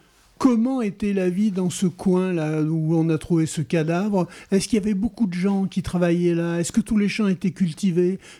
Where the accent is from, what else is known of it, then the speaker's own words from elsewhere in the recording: Auvergne-Rhône-Alpes, France; born there; now in Tarn, France; je ne suis pas tarné, je ne suis pas né ici, je suis né en Ardèche.